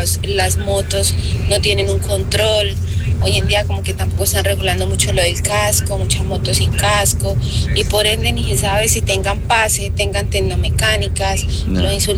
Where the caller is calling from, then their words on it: Piedecuesta, Santander, Colombia; Yo vivo en Piedecuesta.